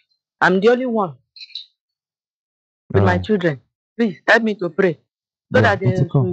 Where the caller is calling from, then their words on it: Ogun, Nigeria; I'm calling you from Ogun State.